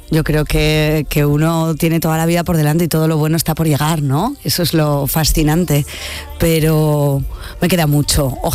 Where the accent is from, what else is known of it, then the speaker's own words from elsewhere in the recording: Huesca, Aragon, Spain; now in Madrid, Spain; soy de Huesca